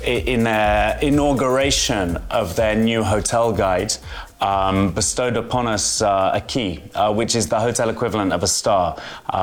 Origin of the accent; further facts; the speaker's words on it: London, United Kingdom; the neighborhood I grew up in South London is very heavily South American, but also quite heavily Portuguese.